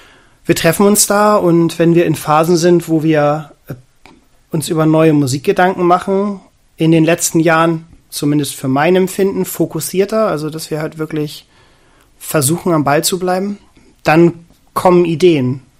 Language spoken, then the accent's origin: German; Northern Germany, Germany; Ganz erbärmlich, wir sind aus Norddeutschland.